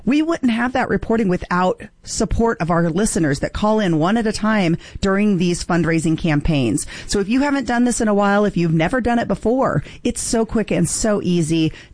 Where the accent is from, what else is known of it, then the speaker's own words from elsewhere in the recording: Missouri, United States; moved away; because I'm from Missouri.